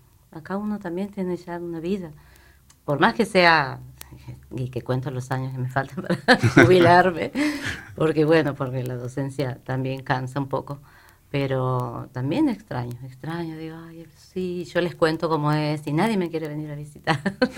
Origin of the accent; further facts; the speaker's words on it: Tucumán, Argentina; now in Santa Cruz, Argentina; yo soy de Tucumán, hace mucho que vivo acá. Por supuesto que extraño mi pago porque está mi familia.